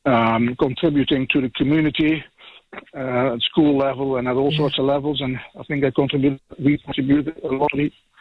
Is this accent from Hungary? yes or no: no; Netherlands; now in New Zealand; I mean, but also, obviously, you can probably hear with my accent that I'm from the Netherlands.